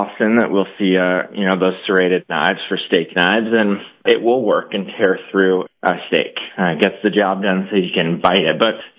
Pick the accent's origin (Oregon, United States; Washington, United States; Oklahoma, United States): Washington, United States; Spokane; I grew up in Spokane, Washington. So just outside of Spokane, there's a lake called Sullivan Lake, maybe 2 hours north.